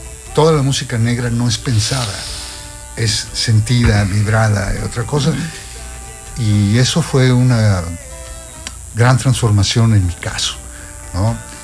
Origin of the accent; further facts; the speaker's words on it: Mazatlán, Sinaloa, Mexico; born there; moved away as an adult; now in Cancún, Mexico; yo nací allá en Mazatlán.